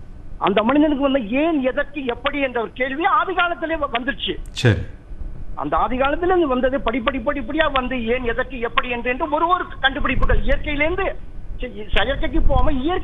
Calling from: Manakudi, Tamil Nadu, India

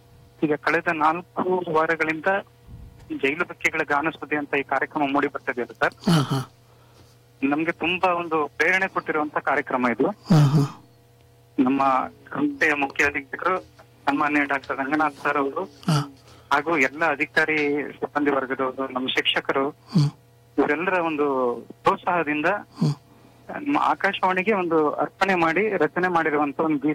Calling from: Hemmadi, Karnataka, India; ನಮ್ದು ಕುಂದಾಪುರ ತಾಲೂಕಿನ ಹೆಮ್ಮಾಡಿ

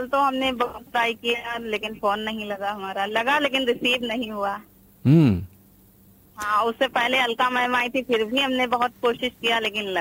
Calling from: Sitapur, Uttar Pradesh, India; हमारे गांव में पचैनापुर में एक ही … है और एक ही मस्जिद, हम मस्जिद के पास रहते हैं।

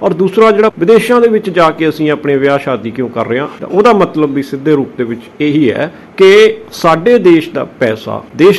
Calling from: Patiala, Punjab, India

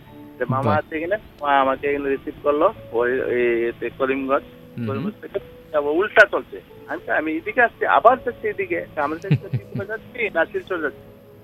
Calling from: Jaymangal, India; জয়মঙ্গল থেকে বলছি।

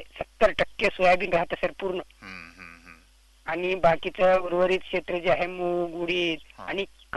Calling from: Khandgaon, Maharashtra, India; नांदेड माझा जिल्हा, नायगाव माझा तालुका आणि खंडगाव माझे गाव.

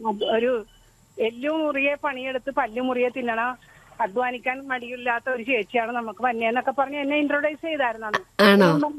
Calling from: Kochi, Kerala, India; ഞാൻ വിളിക്കണത് എന്റെ വീട് പള്ളുരുത്തിലാണ്. ഞാൻ താമസിക്കണത് പള്ളുരുത്തിൽ.

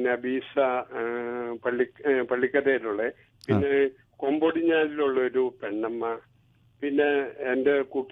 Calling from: Adimali, Kerala, India; Idukki Adimali.

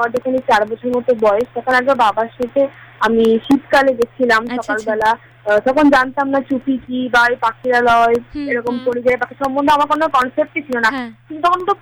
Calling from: Maharashtra, India; আমি মহারাষ্ট্র থেকে

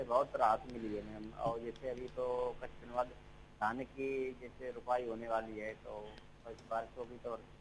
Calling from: Farrukhabad, Uttar Pradesh, India; मैं डिस्ट्रिक्ट फर्रुखाबाद उत्तर प्रदेश से, कानपुर के पास से मेरा जिला लगता है, फर्रुखाबाद जिला लगता है, वहाँ से बात कर रहा हूँ।

